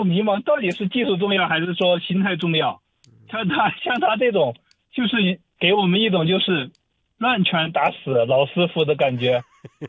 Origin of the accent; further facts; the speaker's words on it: Dongguan, Guangdong, China; 看来您在我们东莞这里也很有名，我也是东莞的